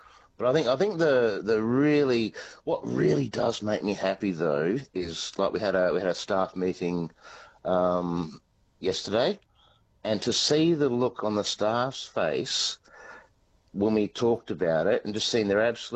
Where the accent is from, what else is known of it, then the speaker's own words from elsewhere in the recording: Coral Bay, Western Australia, Australia; now in Albany, Australia; I grew up in Coral Bay and fishing and diving, and I've worked and fished and dove all around the world. And the whole reason I moved to Albany and opened up Ocean and Paddock was to create this vision.